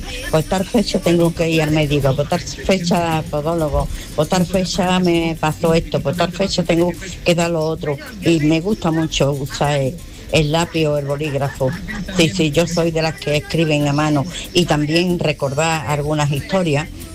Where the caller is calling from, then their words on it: Alcalá, Spain; Bueno, un saludo. … de Alcalá.